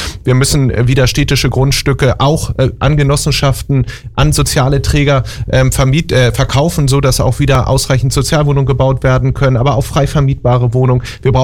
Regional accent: Hamburg, Germany; Ich bin an der Alster groß geworden im Alstertal. Von daher hängt mein Herz an der Alster.

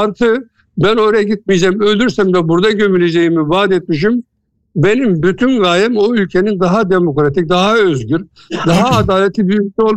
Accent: Adana, Turkey; moved away as an adult; Ben şahsi bir Adanalı olarak şöyle söylüyorum.

